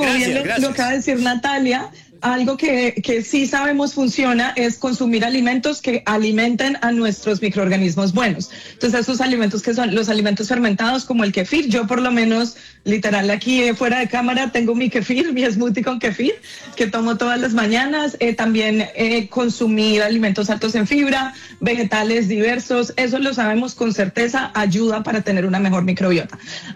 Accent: Bucaramanga, Santander, Colombia; Yo soy bumanguesa, de Bucaramanga

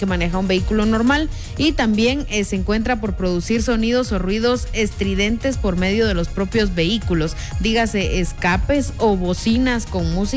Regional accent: Guatemala; La conciencia de nosotros como guatemaltecos

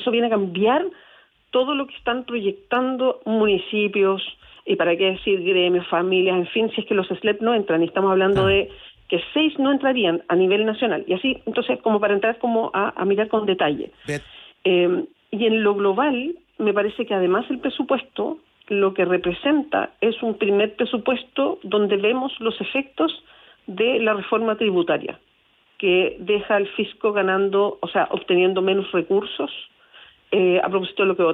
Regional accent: Chile; Y eso a mí como chilena, más allá de si soy senadora o no, me preocupa mucho

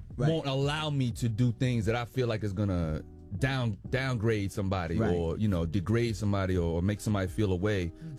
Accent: Trinidad & Tobago; also born or lived in Germany; No. I'm Trinidadian. I grew up in Germany by way of the army. So I'm not German at all.

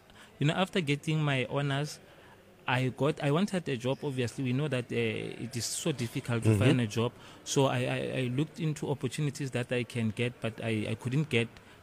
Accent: Mahikeng, North West, South Africa; Home, I'm from Northwest, I'm from Mafikeng

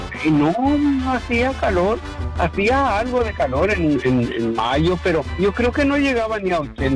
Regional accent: Zacatecas, Mexico; now in California, United States; En mi tierra, yo soy del sur de Zacatecas, para el lado de Jalisco

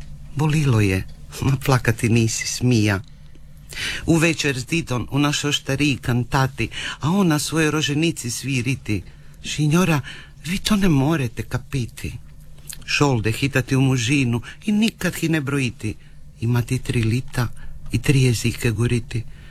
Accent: Brajkovići, Istria County, Croatia; born there; kako ja sam rođen u Brajkovići i Stavan u Brajkovići i taci i mati su mi puštili tu rodnu hižu i valje 400 lida smo tote.

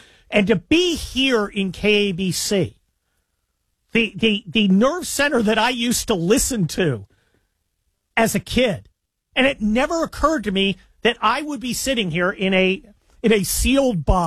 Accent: California, United States; So when I was living up near San Francisco, I grew up in San Mateo County, right near where Greg Gutfeld grew up

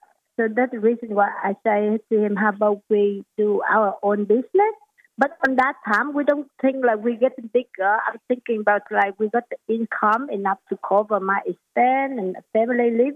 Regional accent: Vietnam; English is a second language; moved away as an adult; now in Australia

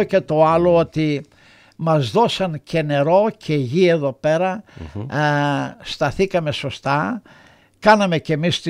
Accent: Greece; now in Melbourne, Australia

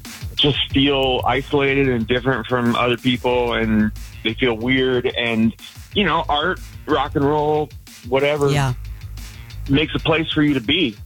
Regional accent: Oakland, California, United States; I grew up in Oakland. … stuff was just a big deal.

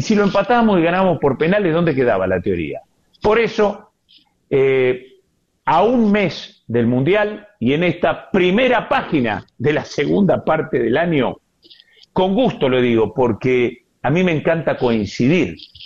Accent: Argentina

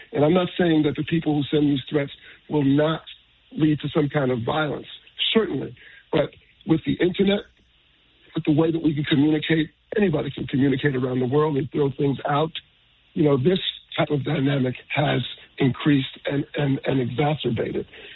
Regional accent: New York City, New York, United States; my days growing up in Bed-Stuy and Williamsburg.

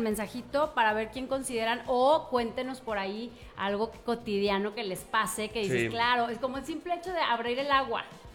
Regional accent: Mexico; para nosotros aquí como mexicanos

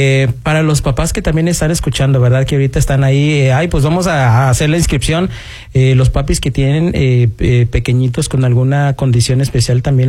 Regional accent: Mexico; now in Austin, United States; hay unos que, por ejemplo, somos de México, ¿verdad?

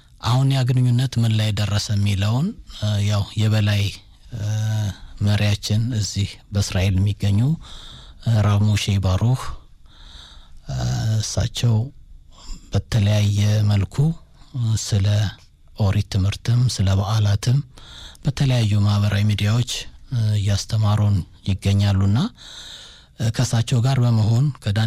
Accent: Kechene, Addis Ababa, Ethiopia; ከዛ የተሰደደ መጥቶ ቀጨኔን መስርቶ ቀጨኔ ከሚኖረው እኔ አሁን ቀጨኔ ነው ተወልጄ ያደኩት።

